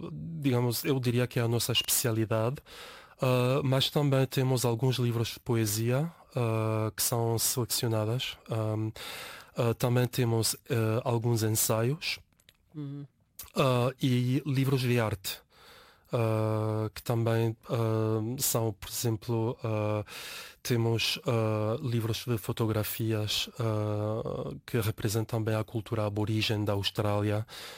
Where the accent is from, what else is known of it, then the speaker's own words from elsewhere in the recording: Buenos Aires, Argentina; moved away as an adult; also born or lived in United States / Canada / Costa Rica; now in Lisbon, Portugal; de Buenos Aires, onde nasci e cresci